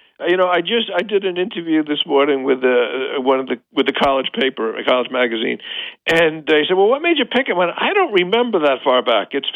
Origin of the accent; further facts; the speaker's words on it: New York City, New York, United States; I grew up in New York City